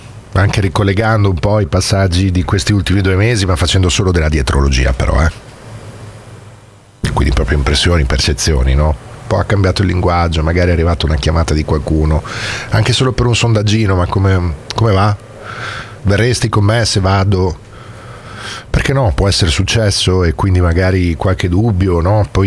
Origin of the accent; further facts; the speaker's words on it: Bologna, Emilia-Romagna, Italy; Mi lusinga da bolognese.